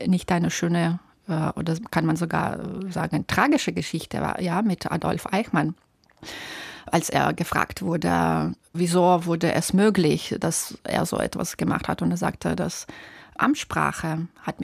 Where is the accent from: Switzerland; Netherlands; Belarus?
Belarus; German is a second language; moved away; aufgewachsen, wie meistens Belarusinnen. Und vielleicht deshalb war ich schon immer mit dieser, wie sagt man, zwei Sprachen im Kopf.